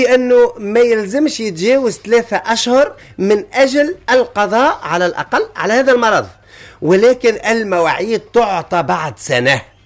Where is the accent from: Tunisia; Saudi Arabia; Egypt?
Tunisia; نحن عندنا في تونس